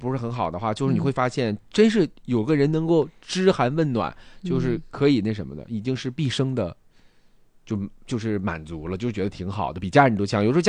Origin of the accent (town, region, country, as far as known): Northeast China, China